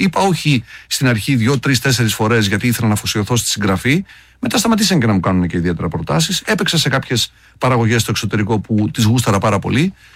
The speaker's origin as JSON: {"language": "Greek", "town": "Trikala", "region": "Thessaly", "country": "Greece", "tie": "born or raised there", "moved": "yes", "said": "στα Τρίκαλα που μεγάλωσα"}